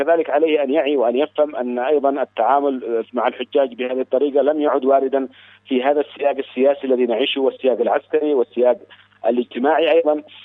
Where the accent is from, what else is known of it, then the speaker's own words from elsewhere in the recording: Yemen; علينا كيمنيين أيضا كإعلاميين كمثقفين وكأكاديميين